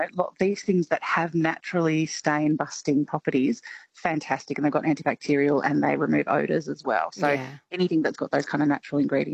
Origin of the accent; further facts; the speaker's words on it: Victoria, Australia; also born or lived in Queensland; I had to mention I was from Queensland for 30 years but moved back home to Victoria now because of the heat.